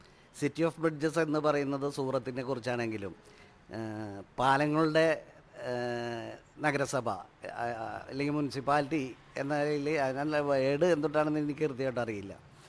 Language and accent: Malayalam; Eloor, Kerala, India; ഞങ്ങൾക്ക് ഏലൂർക്കാർക്ക് എല്ലാം എല്ലാവരുടെയും ഉത്സവം ഞങ്ങളുടെയും കൂടി ഉത്സവമാണ്.